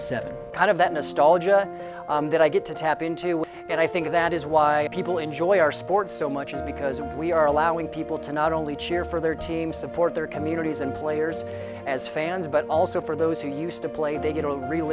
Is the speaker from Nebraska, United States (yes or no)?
yes; Lincoln, Nebraska, United States; So I grew up in Lincoln, and every once in a while we'll get to cover the Lincoln Northeast Rockets.